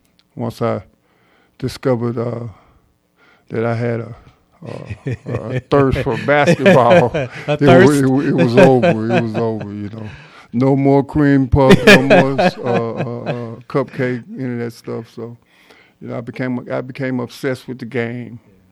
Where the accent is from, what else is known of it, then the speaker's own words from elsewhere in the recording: Monroe, Louisiana, United States; I grew up in the toughest part of Monroe, Louisiana. Mm-hmm. So I'm from Louisiana.